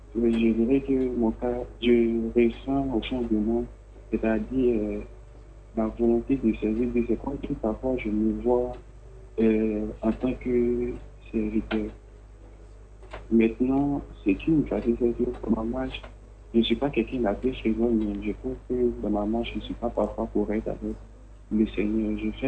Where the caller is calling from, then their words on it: Abidjan, Côte d’Ivoire; Je vous appelle de Yopougon-Niango.